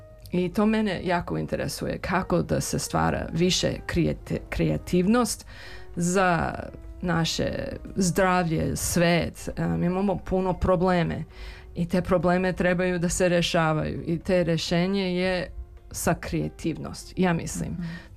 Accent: Serbia; ja nisam Romkinja, ja sam Srpkinja

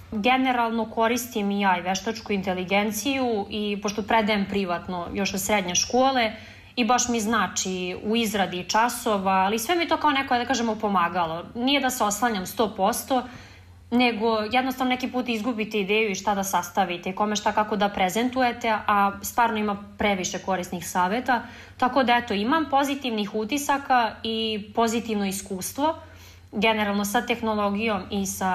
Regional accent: Pančevo, Vojvodina, Serbia; Odrasla sam u Pančevu, tu sam i rođena, tako da sam blizu relativno Beograda.

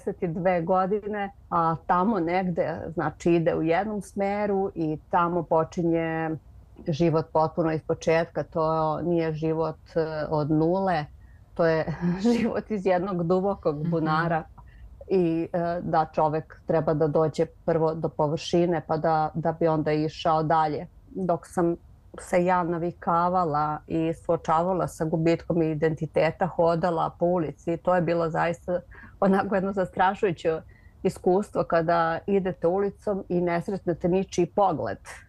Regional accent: Serbia; drugačije nego što su u Srbiji ili koje su slične kod nas u Srbiji

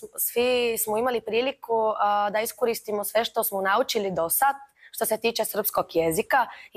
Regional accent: Sofia, Sofia City, Bulgaria; Serbian is a second language; Zdravo svima, ja dolazim iz Bugarske, iz Sofija grada … studiram srpski i hrvatski jezik već 5 godina.

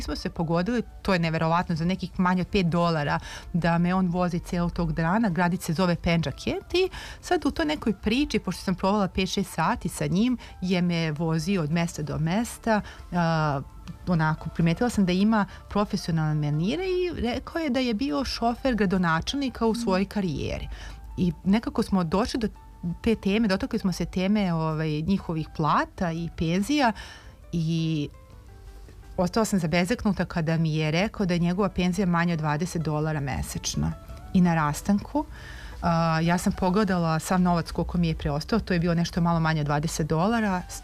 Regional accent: Serbia; ona je primetila da dolazim iz Srbije.

